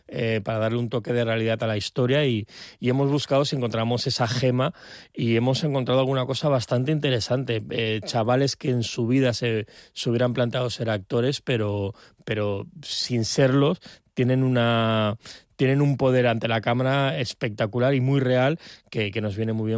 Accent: Palma, Balearic Islands, Spain; yo soy de Palma, estoy muy enamorado de la ciudad

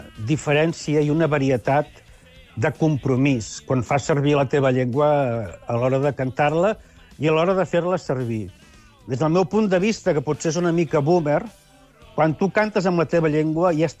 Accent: Constantí, Catalonia, Spain; ja ho sap la gent que som de Constantí.

